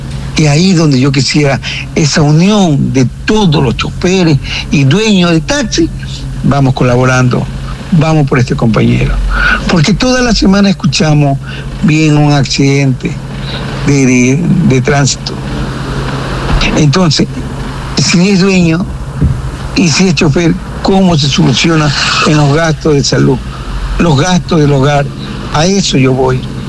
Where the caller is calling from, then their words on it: Santa Elena, Ecuador; En toda nuestra provincia, Santa Elena